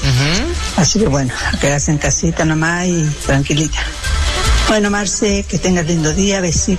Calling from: General Roca, Río Negro, Argentina; Soy la rubia de General Roca, Río Negro.

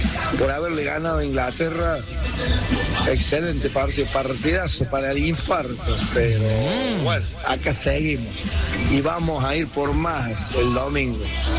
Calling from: Las Varillas, Córdoba, Argentina; Somos de Las Varillas.

